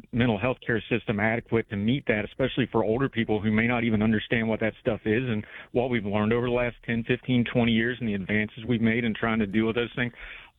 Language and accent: English; Saunersville, West Virginia, United States; if you're in a small town, I come from Saunersville, West Virgin